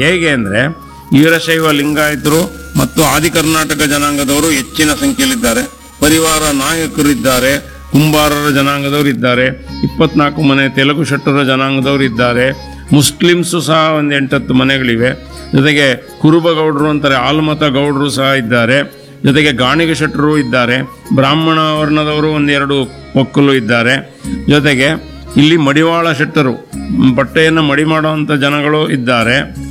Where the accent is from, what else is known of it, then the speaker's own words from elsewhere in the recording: Karnataka, India; ನಮ್ಮೂರಿನಲ್ಲಿ ಇದು ದೇವಾಲಯಗಳ ಊರು ಅಂತ ಹೇಳ್ಬೋದು ತೆರಣಿಮಂಟಿ